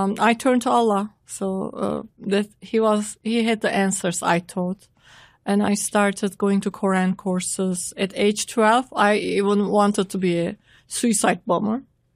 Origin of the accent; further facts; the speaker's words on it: Turkey; I was born and raised in Turkey in a devout Muslim home.